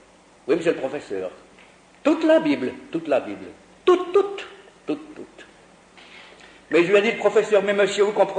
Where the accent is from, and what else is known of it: Switzerland